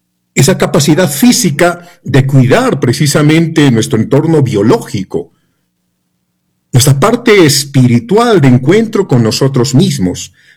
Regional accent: Peru

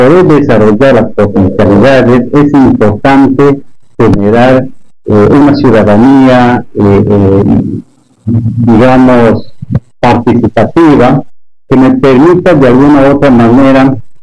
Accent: Lamas, San Martín, Peru; now in San José de Sisa, Peru; soy natural de Lamas

